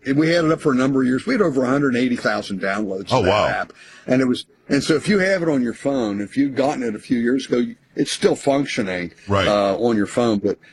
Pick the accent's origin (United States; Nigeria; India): United States; Pennsylvania; We see that I'm from my home state of Philadelphia or of Pennsylvania